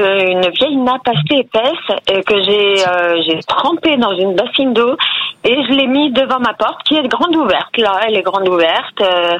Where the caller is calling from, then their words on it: Poiroux, Pays de la Loire, France; de Poiroux en Vendée.